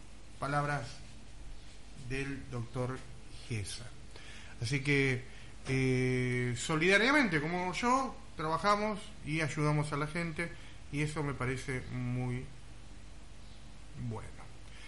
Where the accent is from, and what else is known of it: Argentina